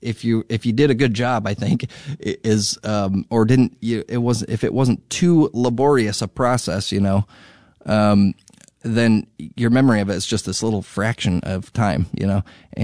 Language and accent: English; Indiana, United States; A friend of mine from my hometown in Indiana